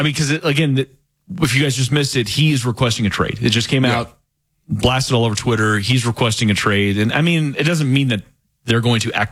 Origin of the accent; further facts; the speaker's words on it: New Mexico, United States; moved away; From New Mexico.